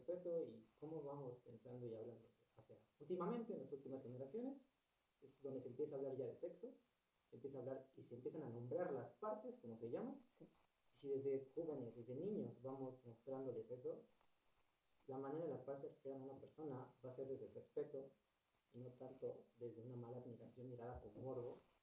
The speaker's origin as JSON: {"language": "Spanish", "country": "Mexico", "said": "Creo que estamos de acuerdo que todos somos mexicanos, la mayoría de mujeres."}